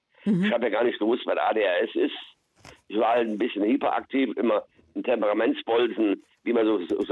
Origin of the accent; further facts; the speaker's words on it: East Germany, Germany; moved away; Ich bin aus der DDR gekommen. Ich musste mich hier als Deutscher, als Flüchtling in Deutschland, musste ich mich behaupten.